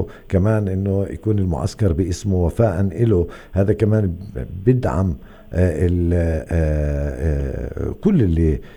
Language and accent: Arabic; West Bank, Palestine; عندنا في الضفة الغربية